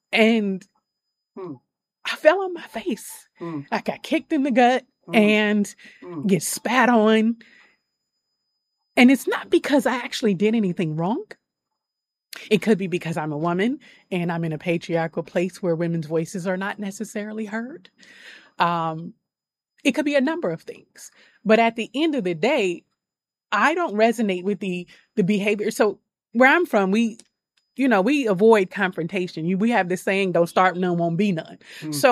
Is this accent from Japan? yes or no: no; Oakland, California, United States; I was born and raised. I'm from Oakland, but I went to high school, Berkeley.